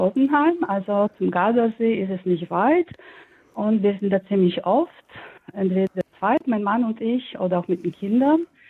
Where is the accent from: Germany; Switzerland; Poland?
Poland; German is a second language; ich komme ja auch aus Polen und habe nur ein bisschen Russisch gelernt.